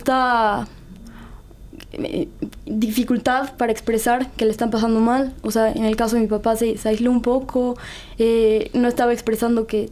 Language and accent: Spanish; Puebla, Mexico; Vive en Puebla, somos todos de Puebla.